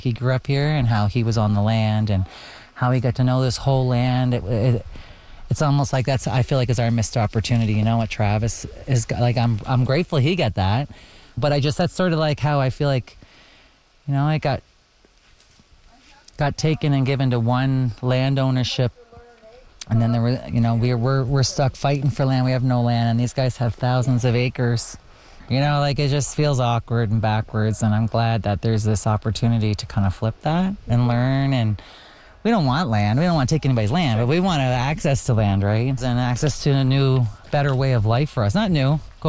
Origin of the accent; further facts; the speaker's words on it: Cape Breton, Nova Scotia, Canada; now in Indian Brook, Canada; I'm from Indian Brook. That's where I live currently with my family. But I'm originally from Wamacook Reserve in Cape Breton. So I'm a residential school descendant, and I attended an Indian Day school.